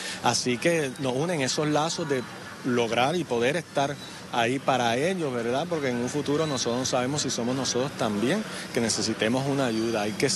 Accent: Aguadilla, Puerto Rico

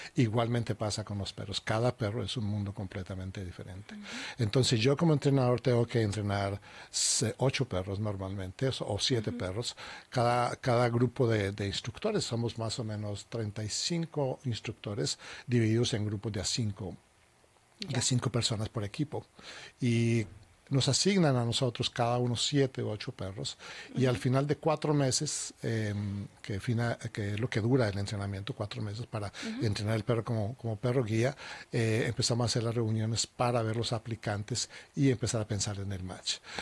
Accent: Colombia; moved away as an adult; now in United States; Originalmente soy de Colombia. Llegué a Estados Unidos hace ya 26 años

